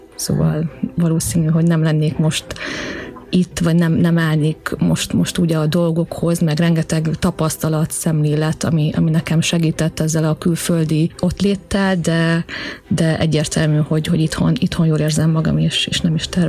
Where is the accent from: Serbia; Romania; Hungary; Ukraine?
Hungary; moved away as an adult; also born or lived in London; 10 év után hazatértünk Magyarországra